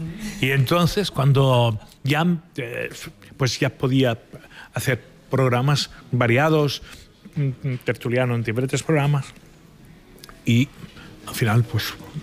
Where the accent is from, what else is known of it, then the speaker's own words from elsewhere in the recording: Barcelona, Catalonia, Spain; Yo soy de Sant Andreu, que es un barrio que está bastante lejos